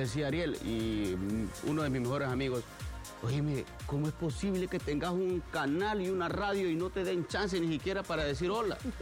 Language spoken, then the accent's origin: Spanish; Comayagua, Honduras; moved away as an adult; ¿Y vos de dónde sos? Le dije, Comayagua.